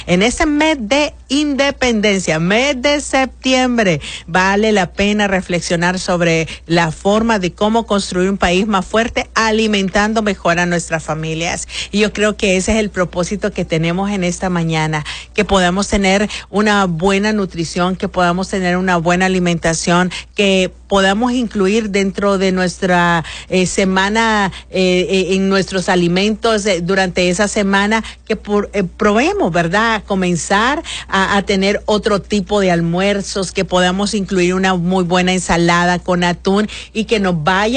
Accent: Honduras

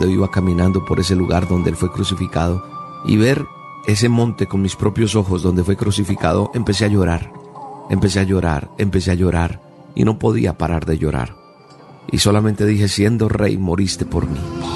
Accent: Colombia; siendo colombiano

